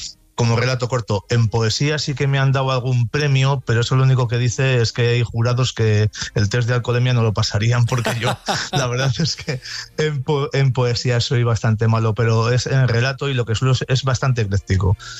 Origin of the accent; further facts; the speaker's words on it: Haro, La Rioja, Spain; born there; que además es de mi pueblo, en Aro